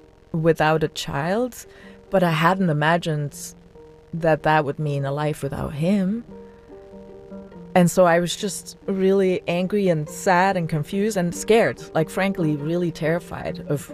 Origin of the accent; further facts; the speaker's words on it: Belgium; English is a second language; moved away as an adult; now in United States; I'm from Belgium. I'd moved to the US for David, and I felt so untethered.